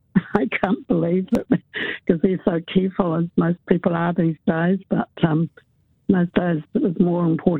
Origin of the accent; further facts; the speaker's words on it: Dunedin, Otago, New Zealand; I'm from Dunedin, and Sam grew up here. And we seem to walk the same paths at times. I'm about a week younger than Sam, so we're the same age.